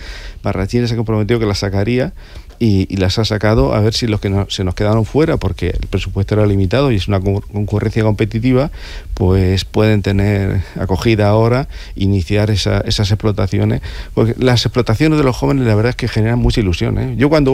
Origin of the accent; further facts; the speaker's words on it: Orihuela, Valencian Community, Spain; Yo soy de la Vega Baja, de Orihuela, y tengo una sana envidia cada vez que voy a Elche.